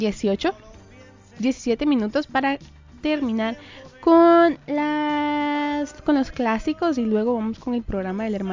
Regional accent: El Salvador; Nosotros somos orgullosamente salvadoreños

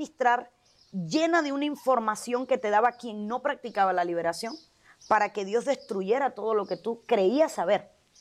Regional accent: Cuba; en Cuba entraba por CD o por memoria. Estamos hablando de 2010, 2011 y todavía no había internet en mi país.

